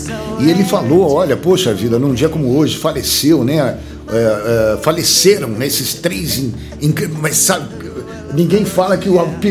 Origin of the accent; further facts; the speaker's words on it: Brazil; nós somos tudo caipira, né, cara? Eu nunca saí do Brasil, velho.